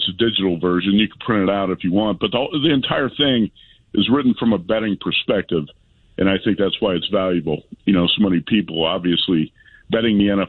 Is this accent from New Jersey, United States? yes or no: no; Chicago, Illinois, United States; I was growing up in Chicago.